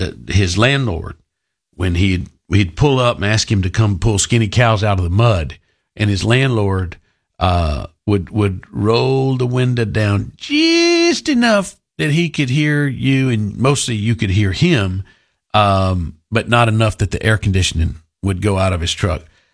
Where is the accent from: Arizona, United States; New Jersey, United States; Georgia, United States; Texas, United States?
Texas, United States